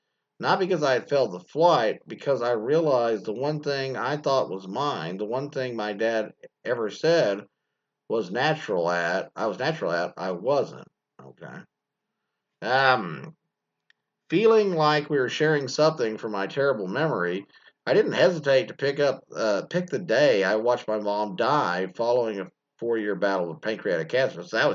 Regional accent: Hawaii, United States; born there; I was born in Hawaii, a Chinese-American mom and a Caucasian dad. Later ping-ponging between cities and foreign assignments, including a stint covering exotic foods in Shanghai.

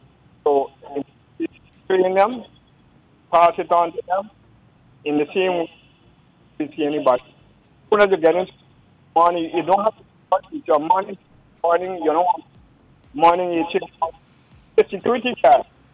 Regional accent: Niger; I grew up in Niger.

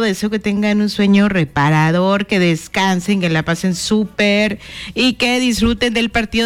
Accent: Mexico

